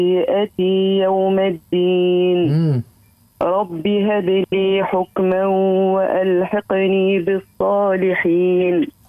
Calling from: Tunisia

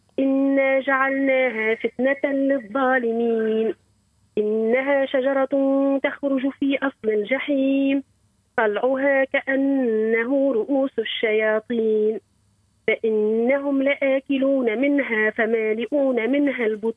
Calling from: Tunisia

